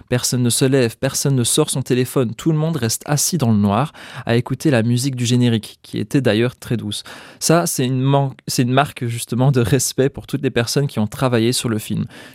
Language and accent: French; Liège, Wallonia, Belgium; en tant que bon liégeois.